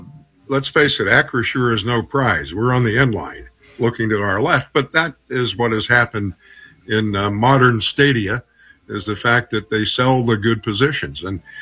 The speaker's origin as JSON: {"language": "English", "town": "Pittsburgh", "region": "Pennsylvania", "country": "United States", "tie": "born or raised there", "said": "I grew up in Garfield, and Fort Pitt Field was high on the hill behind our house."}